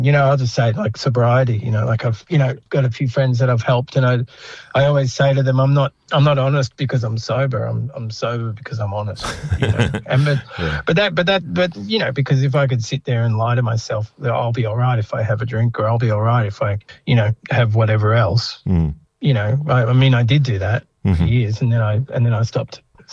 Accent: Melbourne, Victoria, Australia; also born or lived in Central Australia; I was born in Melbourne, but lived in Central Australia when Dad went up there to the legal service.

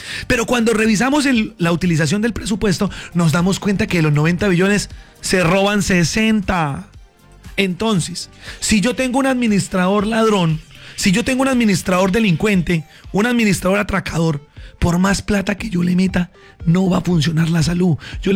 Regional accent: Girón, Santander, Colombia; El calorcito de Cúcuta me recuerda a mi tierra, Girón, Santander, en donde Girón. Me crié de niño

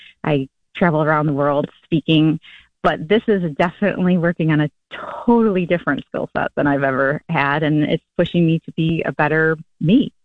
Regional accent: Syracuse, New York, United States; And I said I wanted to represent my hometown, and that is Syracuse, New York.

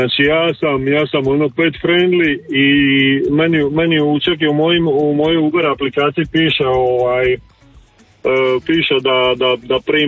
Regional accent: Zadar, Zadar County, Croatia; Znači ima tamo jedna uvalica, zove se Foša, tu kod nas u Zadru.

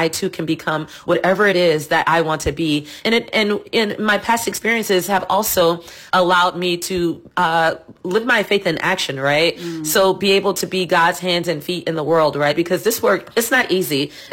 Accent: New Orleans, Louisiana, United States; I would have been a Crittenden girl growing up in New Orleans

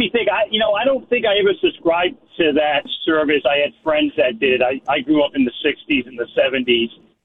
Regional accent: Providence, Rhode Island, United States; now in East Providence, United States; I grew up in the Providence neighborhood, Mann Avenue.

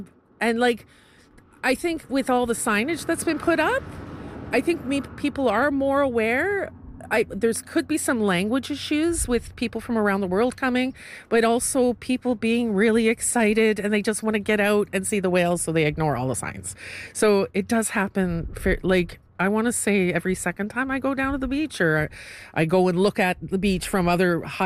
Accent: Toronto, Ontario, Canada; now in Newfoundland and Labrador, Canada; So born and raised in Toronto downtown. And first trip 23 years ago and just fell in love with this province and this particular area. Like my parents are Irish.

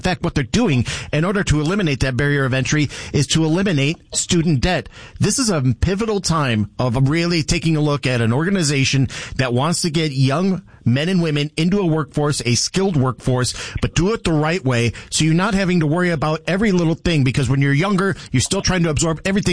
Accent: Detroit, Michigan, United States; moved away; And I've lived in Southern Nevada for 30 years, but I grew up in Detroit.

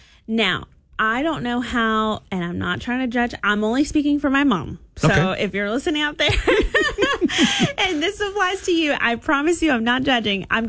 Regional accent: Texas, United States; However, I will say, okay, growing up in Texas, we would go to maybe this is a Lone Star thing, but we would go, or Southeast Texas thing, I should say.

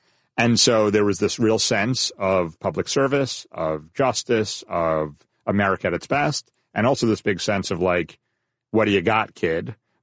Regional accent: New York City, New York, United States; But I grew up in New York City, lifelong New Yorker.

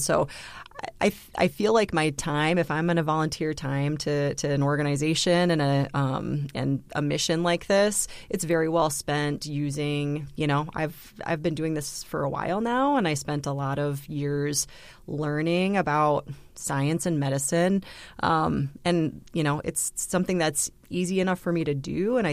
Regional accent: Brookings, South Dakota, United States; So I'm an internal medicine physician here in Brookings, South Dakota. This is my hometown. I was born and raised here, and I've been back practicing now for 10 years.

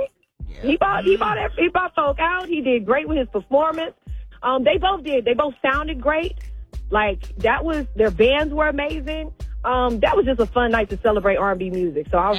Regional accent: Houston, Texas, United States; Like, I'm from Houston, so I love

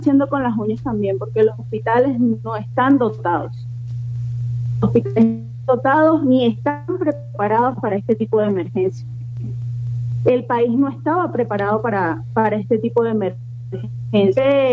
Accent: Venezuela; Como venezolanos necesitamos mucha ayuda

